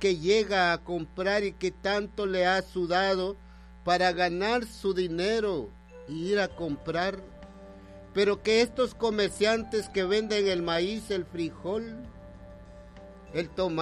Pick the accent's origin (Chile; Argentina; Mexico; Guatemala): Guatemala; Poptún, Petén; la capital de mi pueblo, Pocton, o departamento de Petén